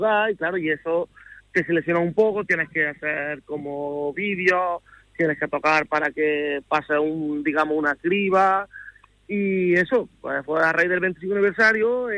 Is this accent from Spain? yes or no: yes; Cañete, Spain; Todos los músicos somos de Cañete, todos de Cañete.